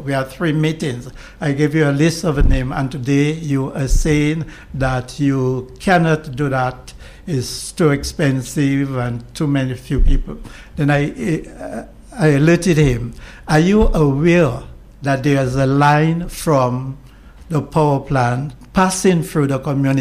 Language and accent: English; Ireland; moved away as an adult; now in Dominica; I'm from Ireland. I came to Dominica in 1982-83